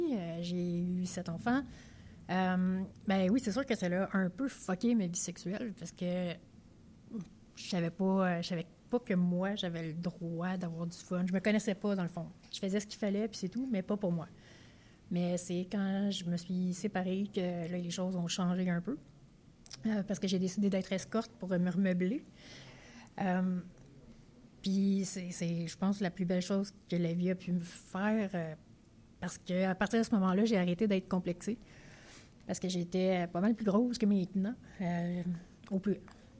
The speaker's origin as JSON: {"language": "French", "town": "Saint-Ambroise-de-Kildare", "region": "Quebec", "country": "Canada", "tie": "born or raised there", "said": "Dans le fond, je suis née à Saint-Ambroise-de-Kildare."}